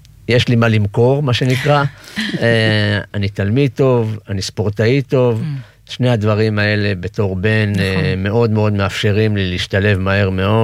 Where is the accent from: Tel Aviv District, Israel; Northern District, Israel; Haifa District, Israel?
Tel Aviv District, Israel; Tel Aviv; גדלנו בדרום תל אביב, באזור שכונת יד אליהו. לא אנשים עם הרבה מאוד אמצעים, אבל היה בבית המון המון אהבה